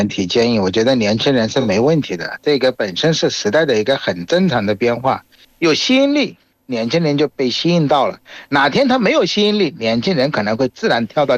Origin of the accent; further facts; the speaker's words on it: Bangladesh; Chinese is a second language; 我是来自于孟加拉国的